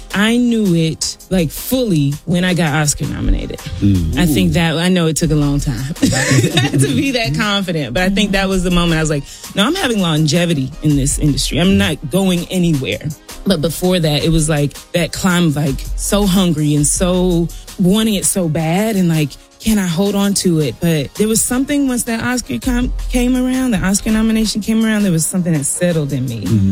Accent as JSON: {"language": "English", "region": "South Carolina", "country": "United States", "said": "she looked in the playbill and saw that I was from South Carolina"}